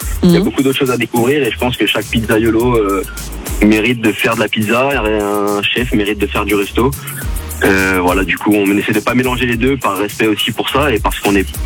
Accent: Lyon, Auvergne-Rhône-Alpes, France; Salut tout le monde, ça va, vous allez bien? Je suis de Lyon moi.

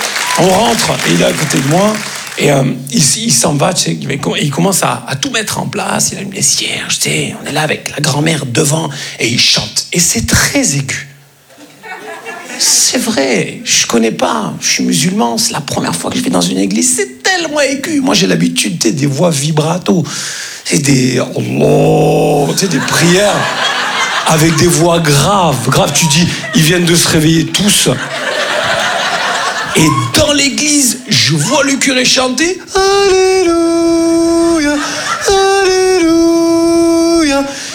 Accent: Grand Est, France; Comme on dit chez nous, en Lorraine.

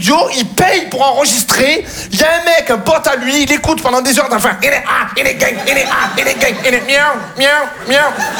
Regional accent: Marseille, Provence-Alpes-Côte d'Azur, France

